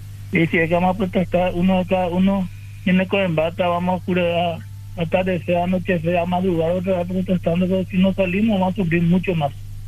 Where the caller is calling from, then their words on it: Paraguay; somos buenos los paraguayos